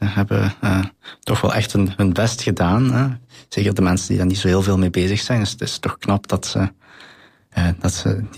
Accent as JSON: {"language": "Dutch", "town": "Bilzen", "region": "Limburg", "country": "Belgium", "said": "ik kom uit Bilze."}